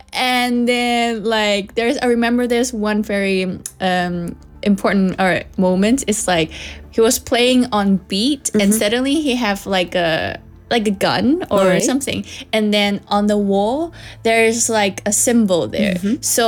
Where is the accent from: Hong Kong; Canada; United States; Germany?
Hong Kong; accent: Hong Kong; English is a second language; moved away; also born or lived in Dubai; when I move back to Hong Kong